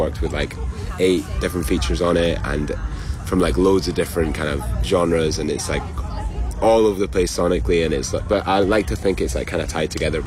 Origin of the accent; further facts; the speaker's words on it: Scotland, United Kingdom; we're both Scottish